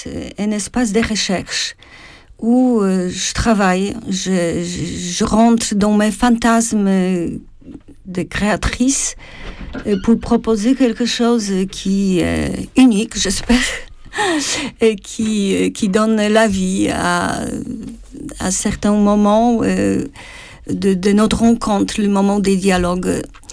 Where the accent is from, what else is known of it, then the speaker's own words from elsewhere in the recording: Wrocław, Lower Silesian Voivodeship, Poland; moved away; Je suis de Wrocław